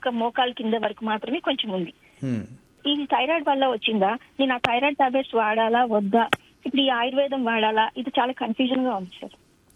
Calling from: Hyderabad, Telangana, India; నేను హైదరాబాద్ నుంచి మాట్లాడుతున్నాను.

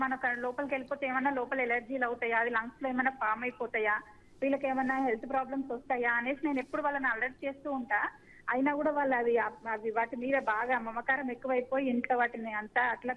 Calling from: Hyderabad, Telangana, India; నేను హైదరాబాద్ నుంచి మాట్లాడుతున్నాను మేడం.

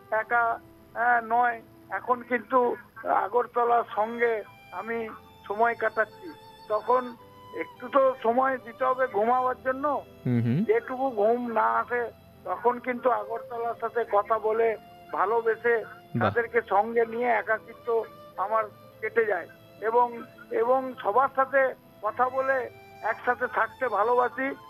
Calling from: Budbud, West Bengal, India; আমি পশ্চিমবঙ্গের পূর্ব বর্ধমান জেলার বুধবুর থেকে

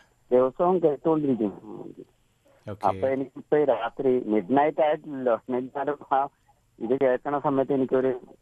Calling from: Aluva, Kerala, India; ഞാൻ ആലുവയാണ് വിളിക്കുന്നത്.

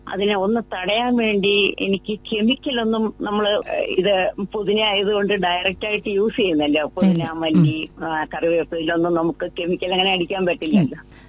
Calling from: Ulloor, Kerala, India; ഉള്ളൂരിൽ നിന്നാണ്

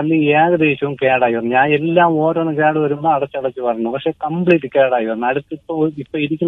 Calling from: Neyyattinkara, Kerala, India; ഞാൻ നീയാറ്റിങ്ങരയിൽ നിന്നാണ്.

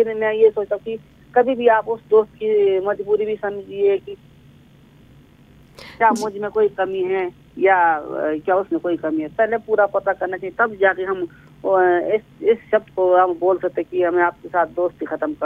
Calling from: Shimla, Himachal Pradesh, India; बात कर रहा हूँ शिमला से।

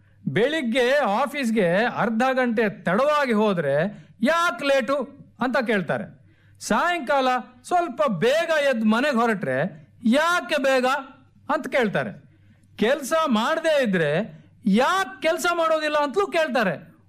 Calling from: Mangalore, Karnataka, India; ಅದಾ ಮಂಗಳೂರು. ಮಂಗಳೂರು.

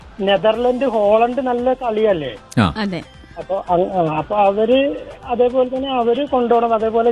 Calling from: Nilambur, Kerala, India; പോത്തുകല്ലിൽ ഇവിടെ കടയാണ് ഇപ്പൊ ഞാൻ നടത്തിക്കൊണ്ടിരിക്കുന്നത്.

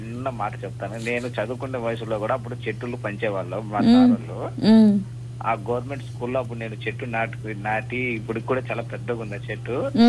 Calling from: Anantapur, Andhra Pradesh, India; నాది అనంతపురం నుండి మాట్లాడుతున్నాను మేడం. అనంతపురం జిల్లా సిండికేట్ నగర్

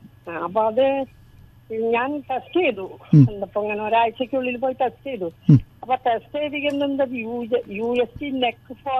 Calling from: Chalakudy, Kerala, India; ഞാൻ ചാലക്കുടിയിൽ നിന്നാണ് വിളിക്കണേ.

